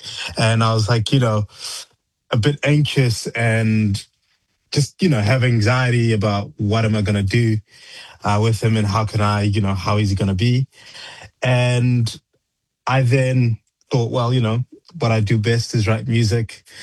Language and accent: English; South Africa; It's actually quite surprising, because when I was growing up in South Africa, I used to listen